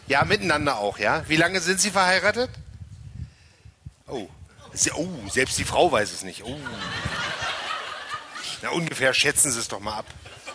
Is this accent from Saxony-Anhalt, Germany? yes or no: yes; Magdeburg, Saxony-Anhalt, Germany; Fallen mir als Magdeburger ein paar Brücken ein, ne?